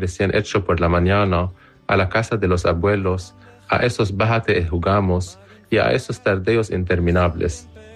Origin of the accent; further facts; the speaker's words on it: Spain; La palabra de hoy me devuelve a mi pueblo de la infancia, Elsaf, un pueblecito a 1000 metros de altura, con pinos, aire limpio y noches frescas.